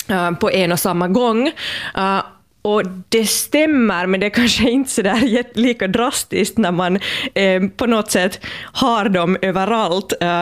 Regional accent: Finland; moved away as an adult; now in United States; hemma i Finland

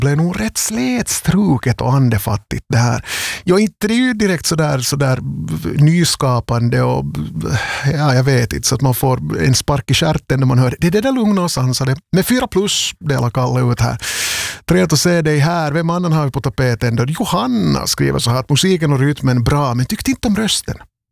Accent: Vaasa, Ostrobothnia, Finland; Jag är Vasabo, jag har bott här hela livet.

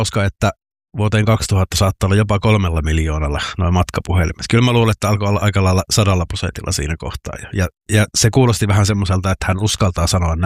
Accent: Joensuu, North Karelia, Finland; moved away as an adult; now in Helsinki, Finland; minähän olen siis Joensuusta kotoisin ja siellä elin lukion loppuun sitten olin yhden välivuoden siellä hengailin

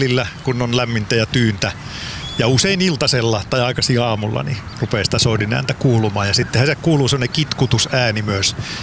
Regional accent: Pori, Satakunta, Finland; accent: Pori dialect; Kuulosti niin tutultua Porin murre, kun mä oon itsekin Porista kotosi

